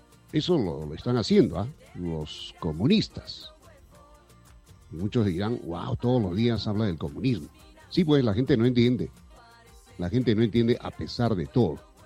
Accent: Peru

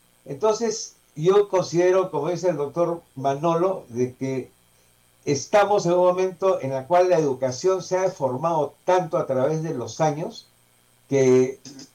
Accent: Peru; no nos han inculcado lo que tenemos que hacer como personas, como peruanos, para mejorar, ¿no?

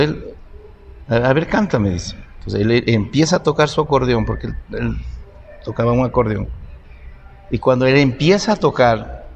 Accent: Ecuador; Bueno, sí, en realidad fue una gran aventura porque solo de mi pueblo a Ibarra eran como 3 horas. De Ibarra a Quito eran como 12 horas. De Quito a Guayaquil eran como un día y una noche.

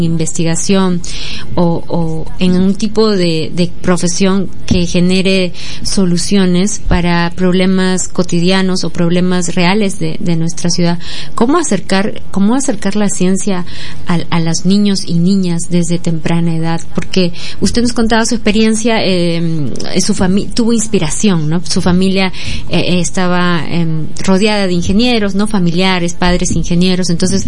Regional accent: Peru; como sociedad peruana necesitamos acercarnos más al tema de la ciencia

